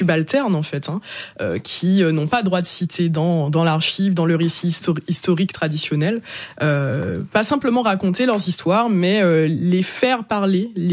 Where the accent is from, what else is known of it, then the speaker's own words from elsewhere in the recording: Martinique; Non, moi je suis née en Martinique, j'ai grandi en Martinique, contrairement à ce personnage.